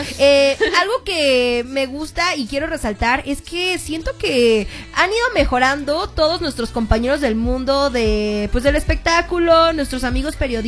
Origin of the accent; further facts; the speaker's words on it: Acapulco, Guerrero, Mexico; born there; now in Mexico City, Mexico; te estoy oyendo por internet desde nada más y nada menos que mi tierra, Acapulco, Guerrero.